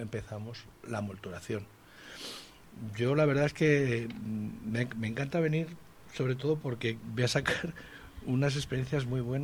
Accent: Community of Madrid, Spain; un poco tirando de esta chulería madrileña que a veces nos...

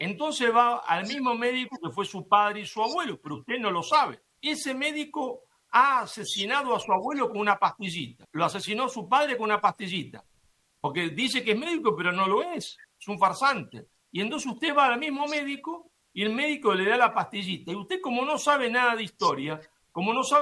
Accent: Rosario, Santa Fe, Argentina; La saludo desde mi ciudad natal de Rosario, en Argentina, del otro lado del Océano Atlántico.

